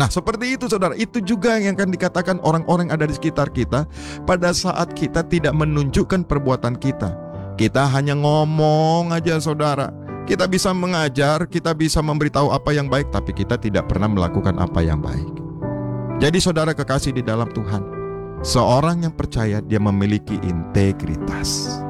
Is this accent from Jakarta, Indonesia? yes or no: no; Binjai, North Sumatra, Indonesia; Saya ini orang Binjai, saudara. Saya SMA di SMA 1 Binjai.